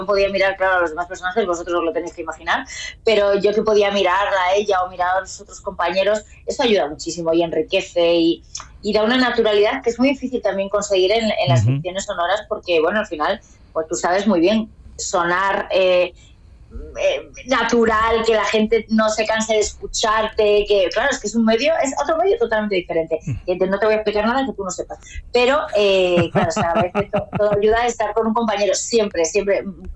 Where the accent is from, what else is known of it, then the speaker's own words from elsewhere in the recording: Castilla-La Mancha, Spain; yo como castellano manchega, pues orgullosa